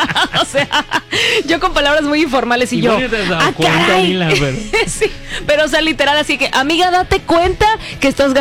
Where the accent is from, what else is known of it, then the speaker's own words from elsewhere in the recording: Mexico; Fracasé como mexicana